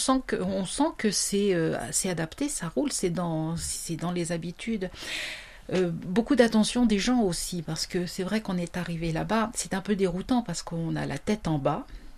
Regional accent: France; Ils savaient tout de suite qu'on était français, effectivement, on doit avoir un petit accent. Mais c'est un accent qui rappelle un petit peu l'accent texan, hein, vraiment des campagnes, des grands espaces.

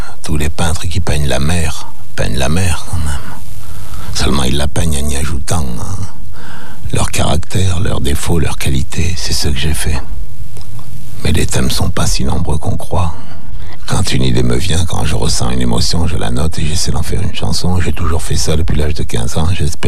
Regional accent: Sète, Occitanie, France; j'ai bien mérité de ma ville natale

